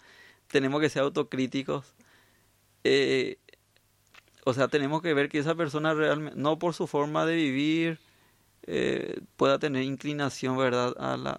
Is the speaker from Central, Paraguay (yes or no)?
yes; Capiatá, Central, Paraguay; Capiateño, nacido y criado y aún vivo en Capiatá, en mi ciudad.